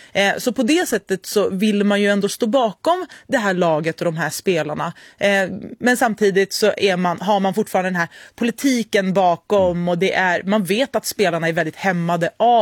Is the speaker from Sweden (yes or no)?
no; Iran; vi som iranier är ju fullt medvetna om vilka hot som kommer ifall vi på något sätt motsätter oss det som är islamiska regimens vägar.